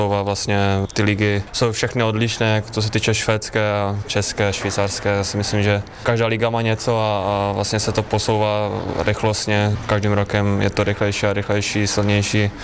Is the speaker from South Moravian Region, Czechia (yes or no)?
no; Třinec, Moravian-Silesian Region, Czechia; Super, protože jsem odsaď, jsem odchovanec z Třince